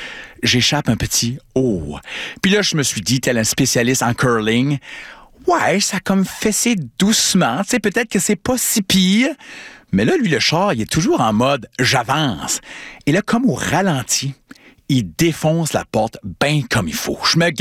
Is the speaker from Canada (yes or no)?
yes; Acadia, Canada; accent: Acadian; Il entend que je suis Acadien